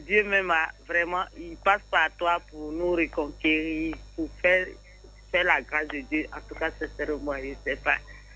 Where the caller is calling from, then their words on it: Bingerville, Abidjan, Côte d’Ivoire; J'appelle de Bengerville.